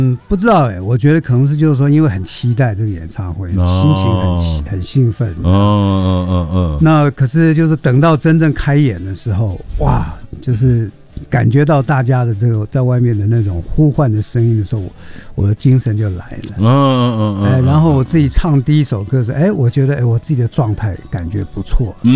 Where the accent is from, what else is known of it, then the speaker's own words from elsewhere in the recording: Taipei, Taiwan; 那我觉得台北是因为跟这边的关系，就是我是在这里长大的，所以那种感觉就是更不一样。